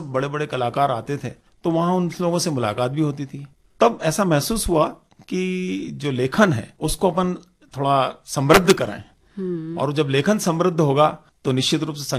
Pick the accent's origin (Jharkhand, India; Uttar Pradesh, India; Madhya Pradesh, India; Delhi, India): Madhya Pradesh, India; Indore; क्योंकि मैं इंदौर के निवासी हूँ और मालवा क्षेत्र आपको मालूम है कि हमारी मीठी बोली के लिए बड़ा प्रसिद्ध है।